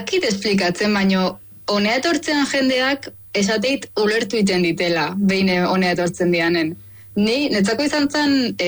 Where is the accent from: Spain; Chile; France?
Spain; Tolosa, Basque Country; now in Maldives; ni Tolosarra naiz.